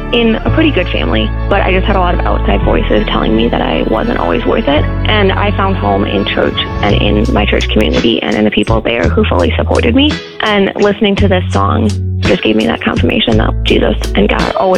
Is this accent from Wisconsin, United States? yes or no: yes; Sun Prairie, Wisconsin, United States; from Sun Prairie, and this is